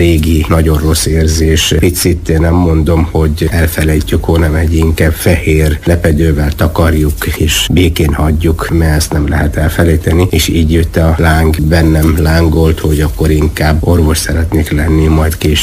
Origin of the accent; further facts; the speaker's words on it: Yemen; Hungarian is a second language; moved away as an adult; now in Hungary; Jemenben egy kis faluban nevelkedtem. Ilyen 120 km a Jemen második legnagyobb városától fekszik. Ott szereztem meg az általános iskolai végzettségem.